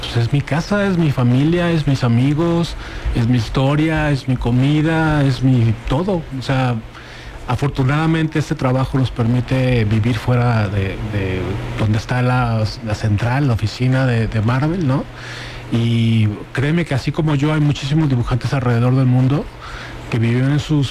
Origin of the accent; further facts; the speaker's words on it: Mexico; Somos mexicanos.